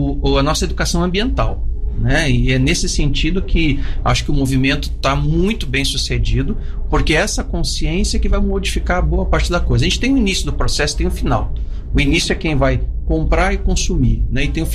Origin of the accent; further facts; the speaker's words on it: Rio Grande do Sul, Brazil; now in Goiânia, Brazil; aqui no Centro-Oeste, Goiânia, eu sou do Sul, sou do Rio Grande do Sul, né? Sim. Optei por vir para cá